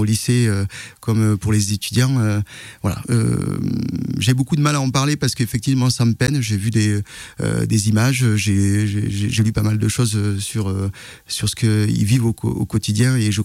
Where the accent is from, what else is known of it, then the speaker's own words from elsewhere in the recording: France; born there; vous avez des origines algériennes comme j'ai, vous n'oubliez pas vos origines, mais effectivement, vous avez grandi dans une ville locale, laïque, avec les valeurs de la République. Et effectivement, moi, j'ai grandi avec cette énergie de français plus que français